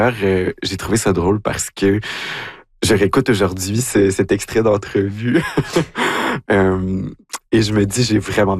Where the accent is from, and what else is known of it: Quebec, Canada; moved away